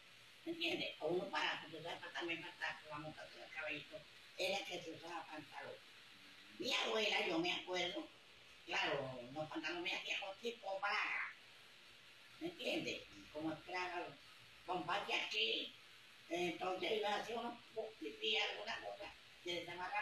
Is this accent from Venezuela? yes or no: yes; Píritu, Anzoátegui, Venezuela; Mi madre se casa, nací en Puerto Píritu. Mi padre se muere y quedó yo de 6 años. Mi madre pasa a Píritu. En esa cuadra, que era de familia, allí me levanté yo y me hice una mujer.